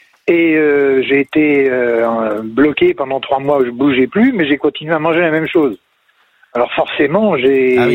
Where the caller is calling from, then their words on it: Rougé, Pays de la Loire, France; Je suis à Rouget. J'ai déménagé, mais je suis toujours à Rouget. En Loire-Atlantique.